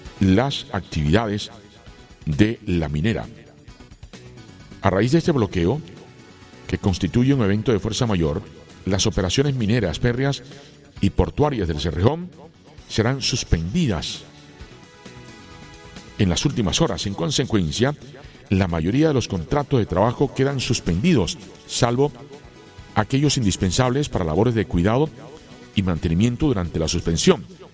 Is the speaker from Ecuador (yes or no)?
no; Colombia; deseosos como colombianos que empiece a solucionar cada una de las problemáticas que tenemos en nuestro territorio.